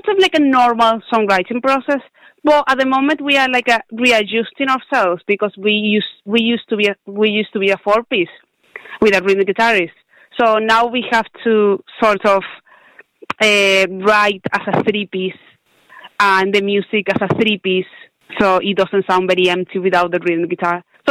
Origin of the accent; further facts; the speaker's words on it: Argentina; moved away as an adult; now in Liverpool, United Kingdom; I am from Argentina, actually, so I am a very far away from home, but I am in my second home, which is Liverpool